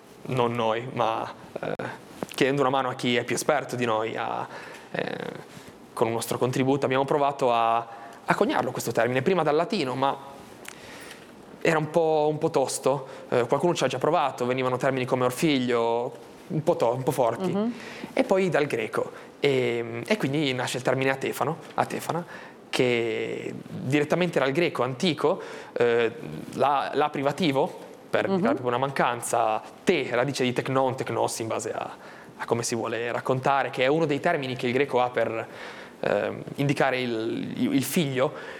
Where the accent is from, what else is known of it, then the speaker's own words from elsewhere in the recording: Albenga, Liguria, Italy; Prima il nostro comune di Albenga, noi siamo di Albenga … subito dopo la regione Liguria ci hanno dato una mano.